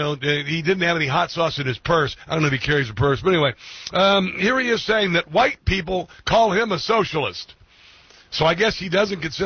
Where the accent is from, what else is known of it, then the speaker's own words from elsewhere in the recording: Egypt; Yeah, I'm from Egypt.